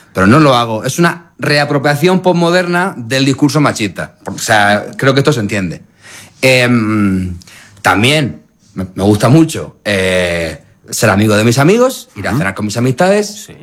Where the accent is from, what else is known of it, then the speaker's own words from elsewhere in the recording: Murcia, Region of Murcia, Spain; Soy un chico de Murcia, nací en el año 86.